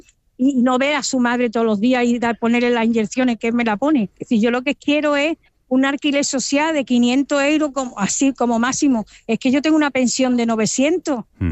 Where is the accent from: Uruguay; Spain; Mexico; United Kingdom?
Spain; Málaga, Andalusia; Si Málaga era maravillosa, soy una malagueña de pura ce